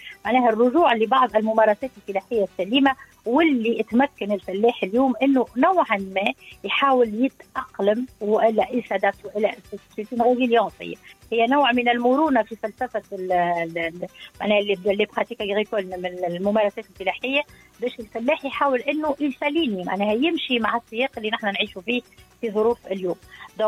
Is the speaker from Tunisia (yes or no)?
yes; Tunisia; نحن في تونس